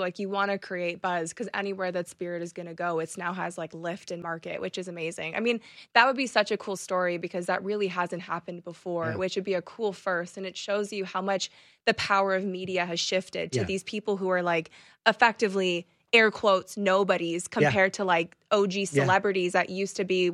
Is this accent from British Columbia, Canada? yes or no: no; Scarborough, Ontario, Canada; nobody asked me if I was from Scarborough because I went to school downtown Toronto.